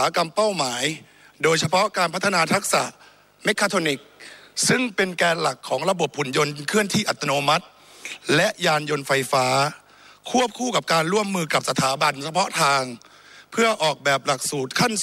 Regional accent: Kalasin, Thailand; เดิมผมเองเป็นคนกรสินเกิดที่จังหวัดกรสินโตที่กรสิน

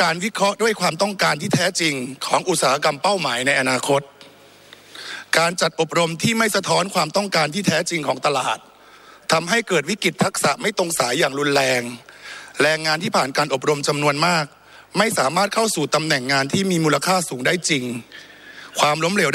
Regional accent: Kalasin, Thailand; เดิมผมเองเป็นคนกรสินเกิดที่จังหวัดกรสินโตที่กรสิน

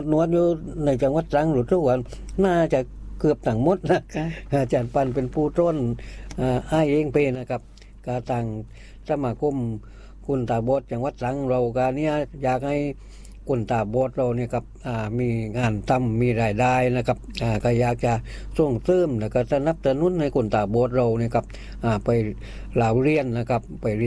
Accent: Nakhon Sawan, Thailand; จังหวัดนครสวรรค์

